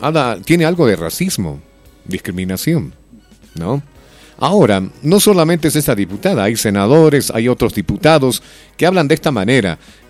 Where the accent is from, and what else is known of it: Bolivia